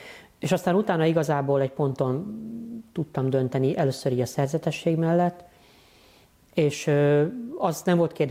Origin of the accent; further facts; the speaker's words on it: Budapest, Hungary; Egy budapesti nagy katolikus családból származom, 7 vagyunk testvérek, én vagyok a legkisebb.